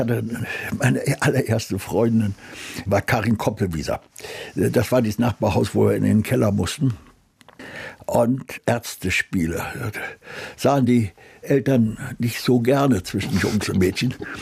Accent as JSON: {"language": "German", "town": "Gdańsk", "region": "Pomeranian Voivodeship", "country": "Poland", "tie": "born or raised there", "also_born_or_lived": "Königsberg", "moved": "yes", "said": "Und bin in Danzig aufgewachsen. Und dann bin ich sogar eingeschult worden. Also in die ganze Jugendzeit ist Danzig."}